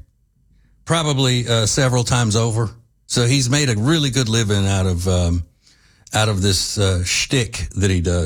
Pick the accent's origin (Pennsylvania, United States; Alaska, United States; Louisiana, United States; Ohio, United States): Louisiana, United States; the town I grew up in Louisiana was not diverse at all. It was 50% black, 50% white.